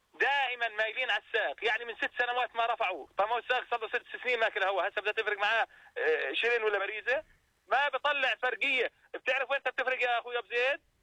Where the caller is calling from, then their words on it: Zarqa, Zarqa Governorate, Jordan; عندنا في الزرقاء